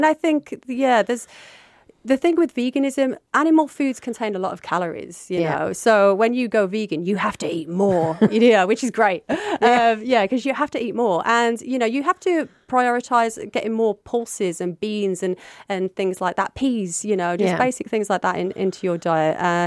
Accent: Willenhall, West Midlands, United Kingdom; moved away as an adult; also born or lived in London; I'm from Willenhall originally, you know, little old Willenhall. I moved away to London at 18 and moved back up here in 2014.

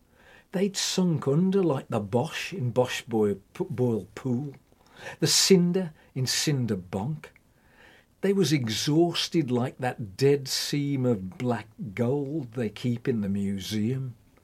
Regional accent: West Midlands, United Kingdom; accent: Black Country; I was born on the Saltwells Estate, just across the other side of the woods from where we are now in the Merry Hill Centre. So it was very Black Country

